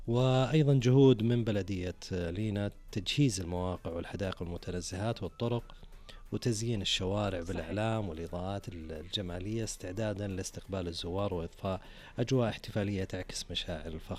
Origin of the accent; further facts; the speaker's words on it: Saudi Arabia; أول شيء مسلمين وسعوديين